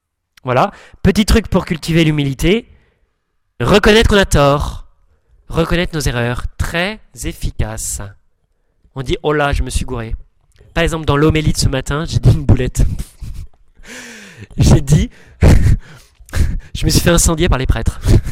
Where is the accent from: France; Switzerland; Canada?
France; Southern France; comme je viens du Sud